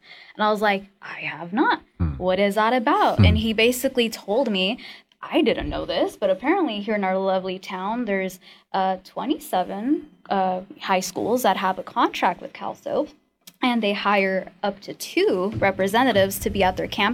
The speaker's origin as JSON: {"language": "English", "town": "Los Angeles", "region": "California", "country": "United States", "tie": "born or raised there", "said": "But basically, I was born and raised in LA, San Fernando Valley. I went to Cal Poly Humboldt, so I was living there for"}